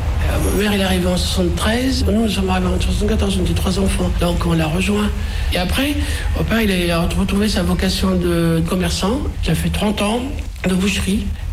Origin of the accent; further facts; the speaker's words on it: Skikda, Skikda Province, Algeria; born there; Je suis né en Algérie, à Skida, en 1963, ex-Philippeville.